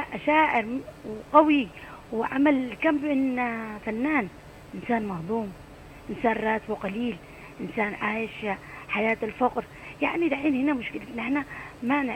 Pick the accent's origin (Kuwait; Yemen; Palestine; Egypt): Yemen; نحن اليمنيين